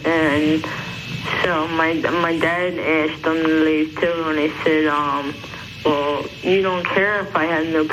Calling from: Darby, Pennsylvania, United States; Up at Darby, Delaware County.

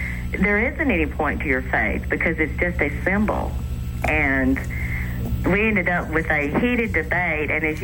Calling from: Birmingham, United States; I'm calling locally. I'm here from Birmingham.

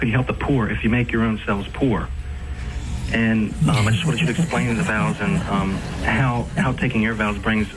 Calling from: Maryland, United States; And I'm calling from Maryland.

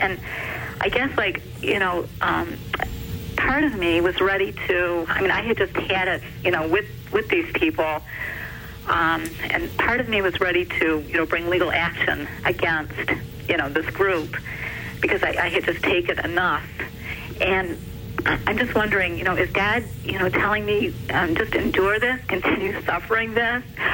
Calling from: Livonia, Michigan, United States; I'm calling from Livonia, Michigan

